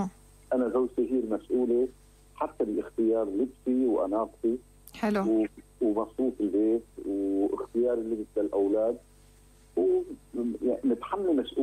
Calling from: Aleppo, Aleppo Governorate, Syria

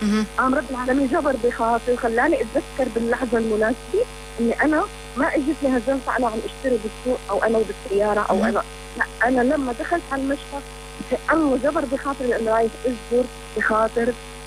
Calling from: Homs, Homs Governorate, Syria

